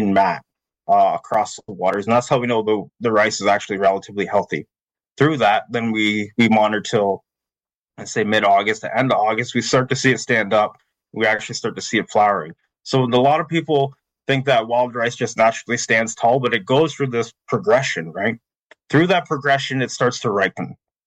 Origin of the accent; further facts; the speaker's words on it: Alderville, Ontario, Canada; growing up in Alderville, my aunts and my uncles and my extended family, they were always harvesting wild rice, right?